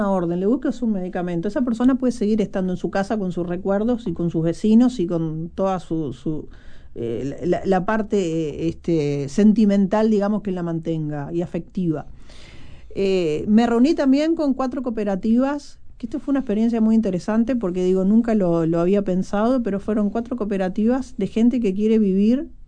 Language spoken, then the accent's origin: Spanish; Uruguay